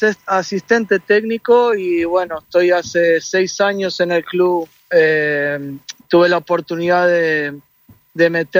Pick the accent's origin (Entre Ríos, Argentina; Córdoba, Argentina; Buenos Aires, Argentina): Buenos Aires, Argentina; Yo me crié en Floresta, y ahí en Floresta y Villa Santa Rita.